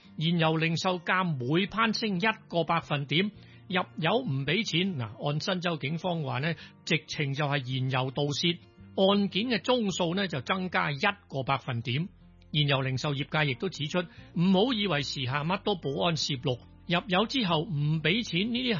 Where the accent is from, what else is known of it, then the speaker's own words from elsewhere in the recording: Hong Kong; 仲记得细个喺香港嘅时候呢，嗰陣时当然冇超级市场啦